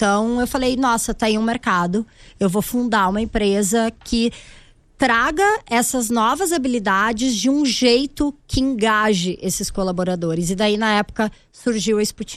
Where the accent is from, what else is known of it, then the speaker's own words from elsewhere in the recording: Rio Grande do Sul, Brazil; Eu sou gaúcha, né, como todos puderam perceber pelo meu sotaque.